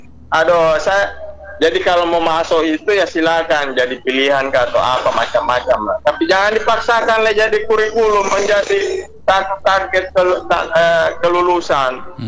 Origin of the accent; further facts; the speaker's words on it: Bone, South Sulawesi, Indonesia; born there; saya lahir di Bone, Pak, tapi besar di daerah di rantau.